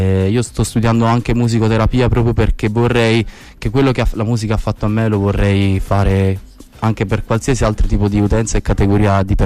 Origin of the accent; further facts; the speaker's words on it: Apulia, Italy; moved away; also born or lived in Belarus / Netherlands; io sono salentino, sono anche bielorusso